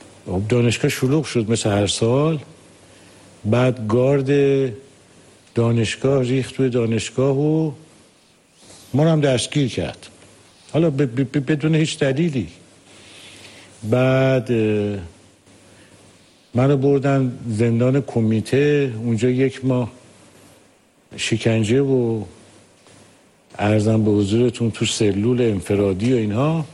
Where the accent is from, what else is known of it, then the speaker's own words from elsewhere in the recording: Tehran, Tehran Province, Iran; born there; من در تهران به دنیا آمدم و در یه خانواده مذهبی و متوسط